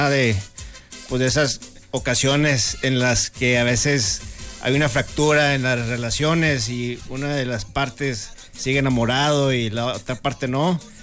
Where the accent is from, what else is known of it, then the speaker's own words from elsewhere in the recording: Saltillo, Coahuila, Mexico; Y también ya originario de aquí de Saltillo